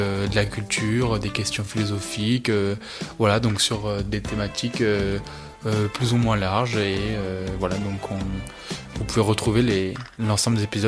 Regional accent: Toulouse, Occitanie, France; moved away as an adult; now in Lyon, France; je suis alternant à la SNCF, donc j'habite à Lyon depuis avril, mais je viens de Toulouse

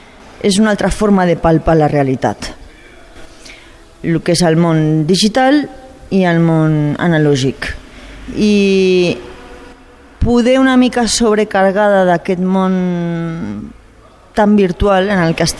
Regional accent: Àger, Catalonia, Spain; born there; moved away as an adult; also born or lived in Mediterranean coast / United States; jo vinc de mare francesa i de pare català, i jo vaig créixer els primers anys bueno, una mica entre la costa mediterrània i aquí, al Pirineu català. Estàvem a Àger. I llavors, tots els records de la meva infància més tendra són a Àger.

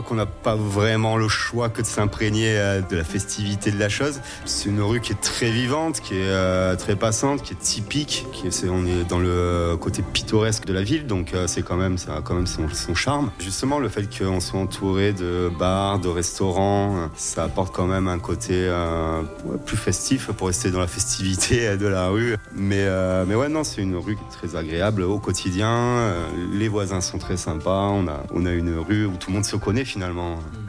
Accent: Nîmes, Occitanie, France; also born or lived in Réunion; Je suis né à La Réunion et je suis revenu très tôt vivre en métropole et j'ai grandi à Nîmes en gros.

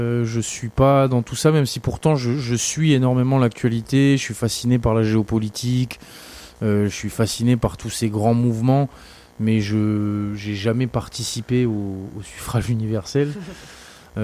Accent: New Caledonia; also born or lived in Paris / Toulouse; now in Haute-Vallée de l'Aude, France; comme j'ai grandi en Nouvelle-Calédonie, c'est vrai que mes premières années en France, j'ai été en ville, donc j'ai été à Paris, j'ai été à Toulouse.

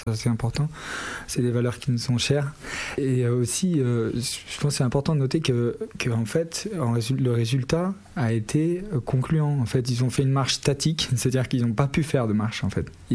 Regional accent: Saint-Jean-de-Fos, Occitanie, France; Moi, je suis natif de Saint-Jean-Fosse et j'ai grandi ici.

